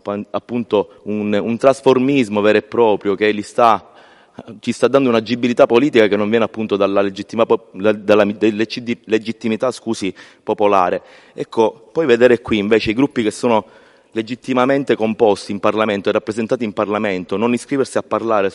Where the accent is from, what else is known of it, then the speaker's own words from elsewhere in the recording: Casteldaccia, Sicily, Italy; L'Italia è questa, l'Italia che vedo io con i miei occhi quando torno a casa a Casteldaccia nel piccolo paesino di pr